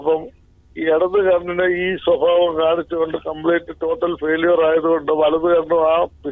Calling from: Thiruvananthapuram, Kerala, India; ഞാൻ തിരുവനന്തപുരത്ത് ശ്രീകാര്യത്തു നിന്നാണ് വിളിക്കുന്നത്.

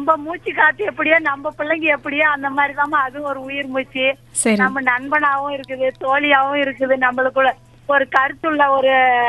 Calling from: Kengavaram, Tamil Nadu, India; கிருஷ்ணகிரி மாவட்டம் கெங்காவரம்

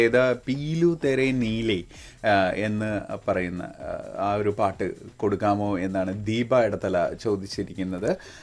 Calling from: Arookutty, Kerala, India; ഞാൻ അരൂക്കിറ്റിയിൽ നിന്നാണ് മെസ്സേജ് അയക്കുന്നത്.

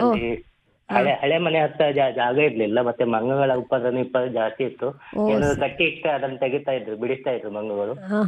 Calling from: Bantakal, Karnataka, India; ಬಂಟಕಲ್ನಿಂದ.

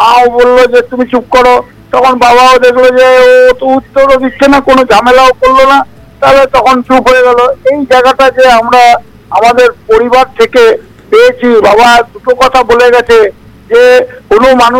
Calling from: Purba Bardhaman district, West Bengal, India; আমি পশ্চিমবঙ্গের পূর্ব বর্ধমান জেলার ভূতপুর থেকে

